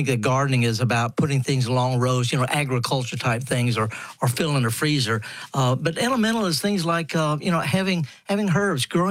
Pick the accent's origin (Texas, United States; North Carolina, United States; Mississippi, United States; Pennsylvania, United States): Mississippi, United States; I'm from Mississippi. I'd garden half the year in England